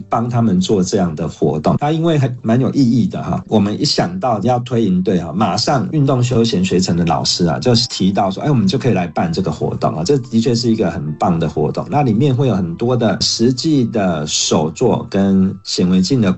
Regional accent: Taiwan; 我们台湾

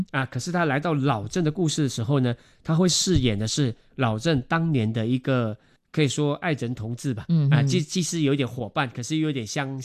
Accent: Malaysia; now in Taiwan; 我是马来西亚人

